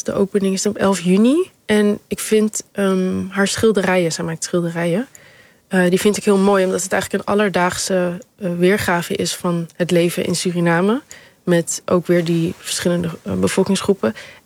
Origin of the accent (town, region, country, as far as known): Amsterdam, North Holland, Netherlands; now in Rotterdam, Netherlands